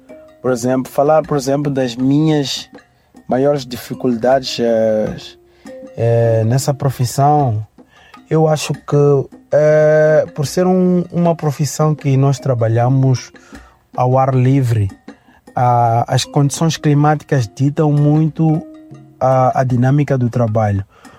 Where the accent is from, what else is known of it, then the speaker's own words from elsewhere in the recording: Mozambique; now in Portugal; nós também como moçambicanos